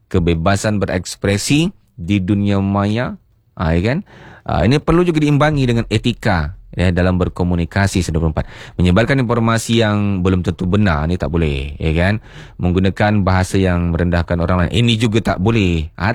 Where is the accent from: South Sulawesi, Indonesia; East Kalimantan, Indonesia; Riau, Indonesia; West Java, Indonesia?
Riau, Indonesia; Dedap; Saya asli Dedap, Wak. Kepulauan Meranti, ya kan?